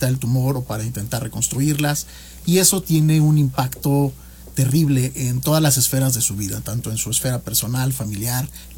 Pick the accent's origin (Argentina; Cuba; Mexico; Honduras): Mexico